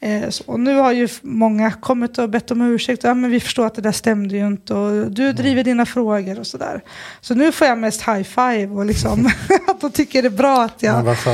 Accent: Sundsvall, Västernorrland County, Sweden; Jag är uppvuxen i Sundsvall. Och sen läste jag till lärare i Falun och sen började jag jobba i Husby.

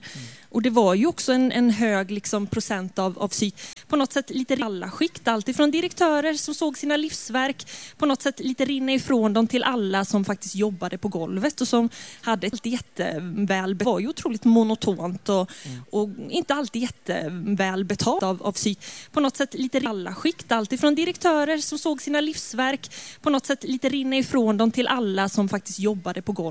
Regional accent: Falköping, Västra Götaland County, Sweden; Ja, nej men alltså de utspelar sig till att börja med i Falköping, för jag är ju från Falköping.

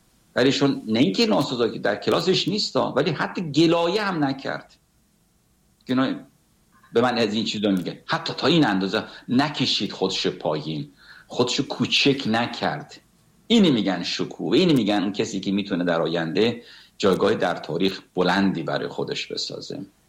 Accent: Iran; moved away; در بیرون از ایران ما یک ملت هستیم، یک کشور بزرگی هستیم

